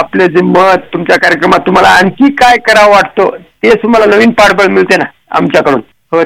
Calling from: Khandgaon, Maharashtra, India; खंडगाव तालुका, नायगाव जिल्हा, नांदेड।

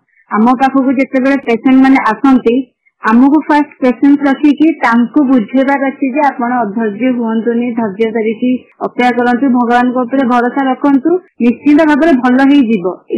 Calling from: Jajpur, Odisha, India; ଯାଜପୁରରୁ କହୁଛି।

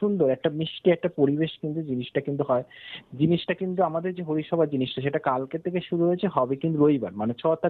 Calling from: Kolkata, West Bengal, India; বলছিলাম কসবা থেকে।

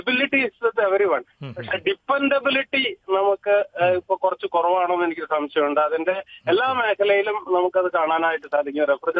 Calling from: Mulanthuruthy, Kerala, India; മുളന്തുരുത്തിയാണ് എന്റെ സ്വദേശം, ചോട്ടാനിക്കര അടുത്ത്.

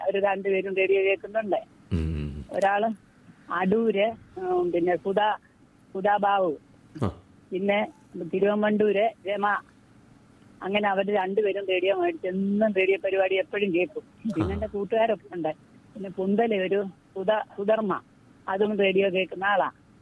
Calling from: Chengannur, Kerala, India; ചെങ്ങന്നൂർ കാരക്കാട് നിന്ന് വിളിക്കുവാ.

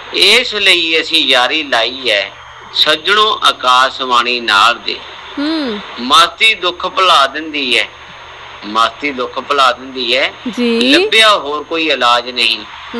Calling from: Jalandhar, Punjab, India

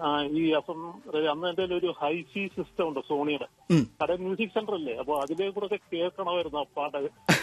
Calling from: Alappuzha, Kerala, India

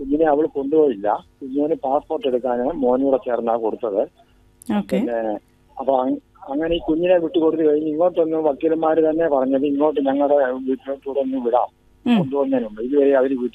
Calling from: Konni, Kerala, India; സാറേ, ഞാൻ പിന്നെ കോന്നിന്നാ വിളിക്കുന്നത്.

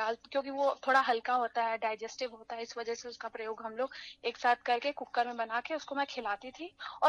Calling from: Varanasi, Uttar Pradesh, India; मैं तो वाराणसी से हूँ।

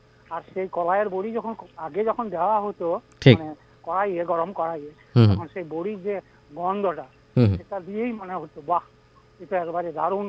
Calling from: Dubrajpur, West Bengal, India; আমি পশ্চিমবঙ্গের বীরভূম জেলার দুবরাজপুর থেকে

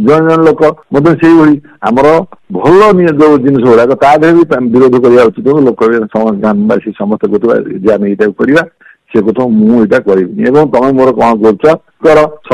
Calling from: Cuttack, Odisha, India; କଟକରୁ କହୁଛି।

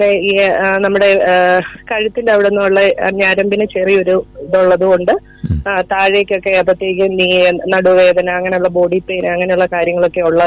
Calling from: Pala, Kerala, India; ഞാൻ പാലായിൽ നിന്നാണ് വിളിക്കുന്നത്.

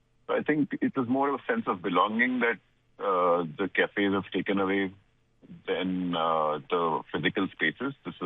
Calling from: Hyderabad, Telangana, India; I'm a journalist. I'm calling from Begumpet.

